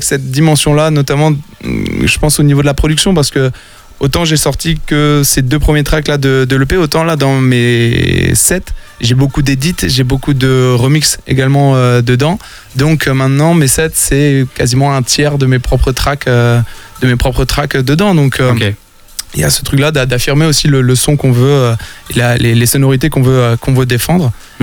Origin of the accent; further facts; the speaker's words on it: Landerneau, Brittany, France; vu que j'ai grandi sur Landerneau, tout ce beau monde là devant.